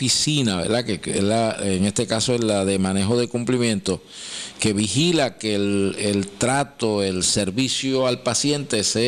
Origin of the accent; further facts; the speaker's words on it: Sabana Grande, Puerto Rico; y soy de Sabana Grande, yo puedo ir al hospital de Sabana Grande